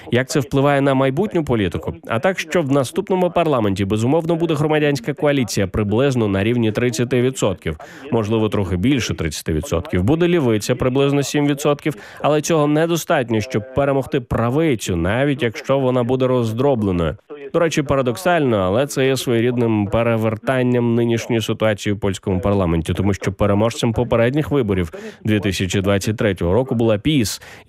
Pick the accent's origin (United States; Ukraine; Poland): Poland; Ми, поляки